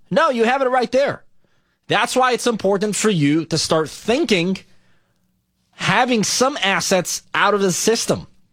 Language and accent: English; Beirut, Beirut Governorate, Lebanon; born or raised there